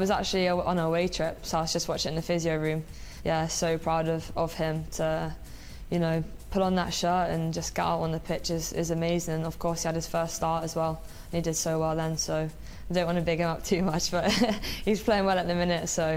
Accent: Guernsey; moved away; Grew up in Guernsey, in the Channel Islands. It was cool. Really cool. I think very different from living in England. Lots of beaches, lots of football pitches, but that's about it.

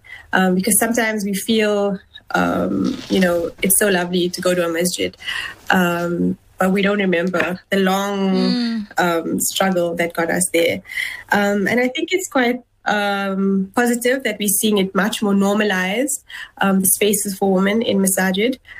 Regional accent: South Africa; as a South African, as a Muslim.

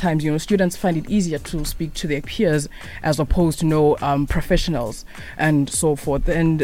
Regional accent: Eastern Cape, South Africa; moved away as an adult; now in Limpopo, South Africa; Eastern Cape.

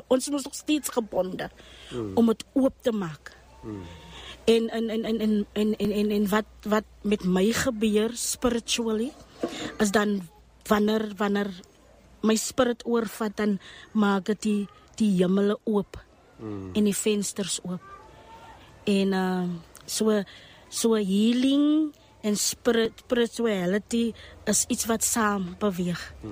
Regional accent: Eastern Cape, South Africa; Ek is haar van Kobega, Ooskaap. Ja, ek kom waar van Antaf.

